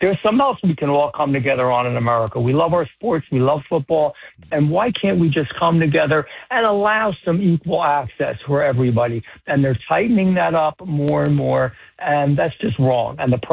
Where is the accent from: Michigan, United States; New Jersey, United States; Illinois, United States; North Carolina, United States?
New Jersey, United States; Paterson; born or raised there